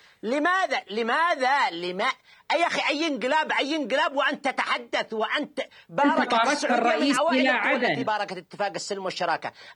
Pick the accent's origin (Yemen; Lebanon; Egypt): Yemen; تعالوا كيمنيين لندير اليمن جميعا